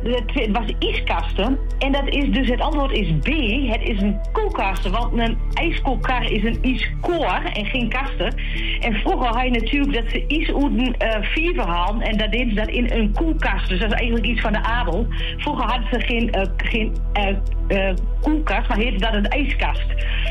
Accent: Hellendoorn, Overijssel, Netherlands; ik kom uit Helden, hè, Hellendoorn.

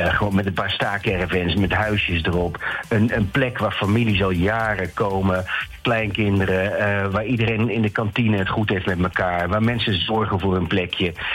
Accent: Groningen, Netherlands; En bij ons in ik kom uit Groningen oorspronkelijk. Nou, daar zie je het heel veel.

